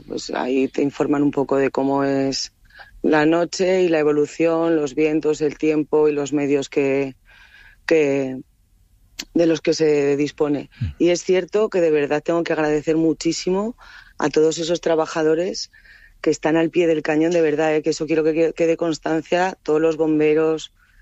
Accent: Aragon, Spain; Pues es que es devastador, pero no solamente es mi pueblo, porque está los pueblos de alrededor

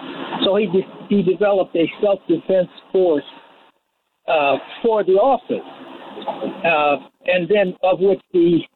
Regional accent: Oakland, California, United States; I'm from Oakland

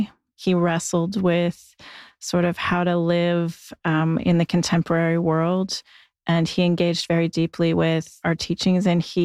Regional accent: Ontario, Canada; So I come from Treaty 20, also the Williams Treaty areas.

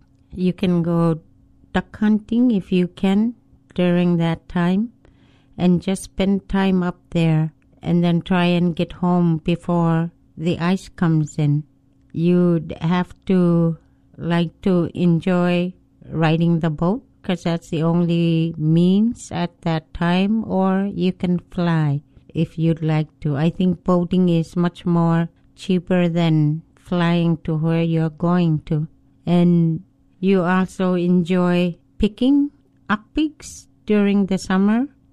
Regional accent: Barrow, Alaska, United States; I'm originally from Barrow, Alaska.

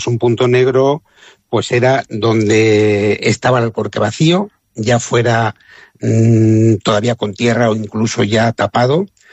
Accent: Campo de Criptana, Castilla-La Mancha, Spain; born there; yo me he dedicado exclusivamente a Campo de Cristana, que es mi pueblo.

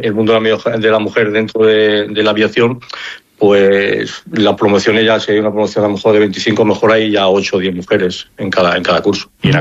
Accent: Santa María del Berrocal, Castile and León, Spain; Ávila, abulense, de Santa María de Berrocal, y bueno, y lo sigo siendo. Sí, o sea, sigo llevando a mi pueblo en el corazón y bueno, y aunque me muevo por muchos sitios, pero bueno, mi pueblo siempre es mi pueblo.

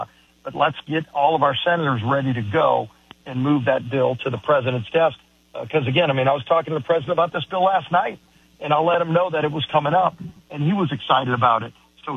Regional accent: New Orleans, Louisiana, United States; I mean, look, I come from New Orleans.

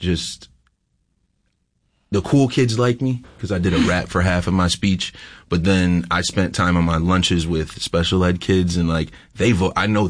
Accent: Spencerport, New York, United States; I grew up in Rochester, but specifically Spencerport.

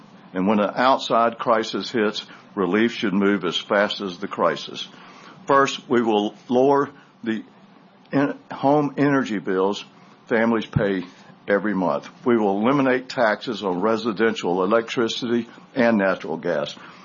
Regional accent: Atlanta, Georgia, United States; Affordability is personal to me. I grew up in the Techwood Projects. I never met my father.

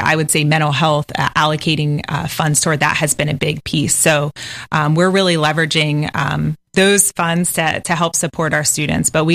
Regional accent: Littlestown, Pennsylvania, United States; now in St. Augustine Beach, United States; I am from Pennsylvania, a one stoplight town called Littlestown.

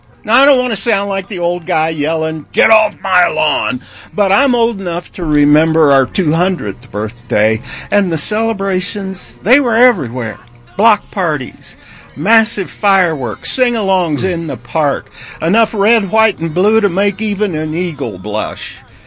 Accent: United States; I won the lottery the day I was born in America. One of my earliest memories of being an American was the day JFK was assassinated.

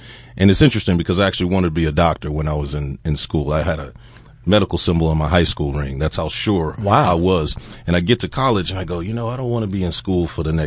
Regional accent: San Antonio, Texas, United States; Not at all. I'm from Texas.

